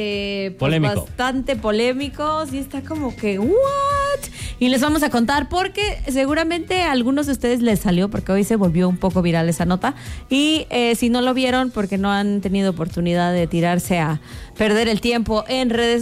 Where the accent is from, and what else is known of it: Mexico